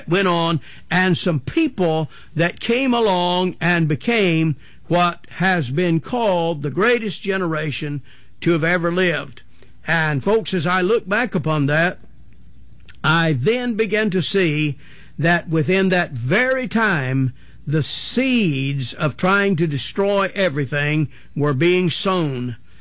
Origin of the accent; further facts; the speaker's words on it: North Carolina, United States; Hey, listen, I'm not from New York. I am from North Carolina.